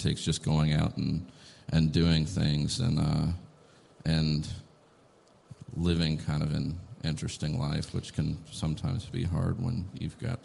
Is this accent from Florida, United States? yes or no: no; Lexington, Kentucky, United States; Well, I was born and raised in Lexington